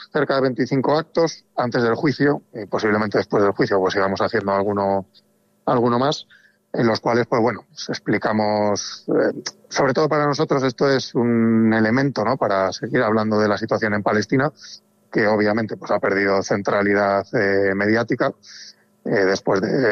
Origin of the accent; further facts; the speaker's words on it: Valladolid, Castile and León, Spain; somos ciudadanos de Valladolid.